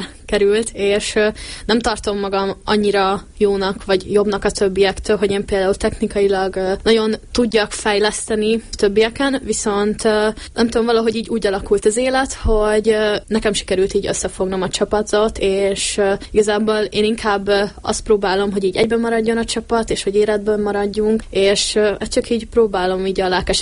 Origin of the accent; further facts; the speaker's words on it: Érd, Pest, Hungary; Én elég kiskorom óta Érden lakom, és egyébként nagyon közel a pályához